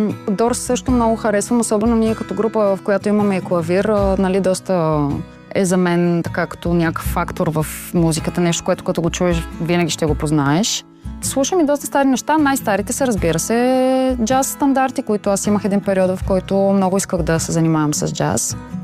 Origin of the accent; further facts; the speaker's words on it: Blagoevgrad, Blagoevgrad Province, Bulgaria; Даже в родния ми град, Благоевград, не може да повярвам, че това се случва.